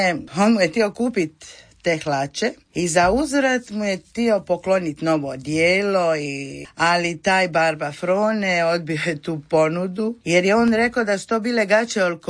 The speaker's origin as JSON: {"language": "Croatian", "town": "Komiža", "region": "Split-Dalmatia County", "country": "Croatia"}